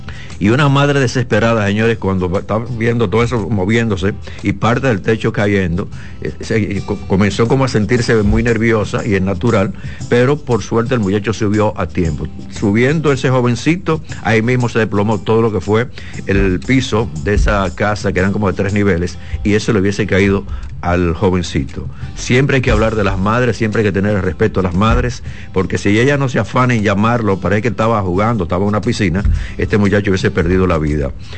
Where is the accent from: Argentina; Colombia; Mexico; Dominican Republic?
Dominican Republic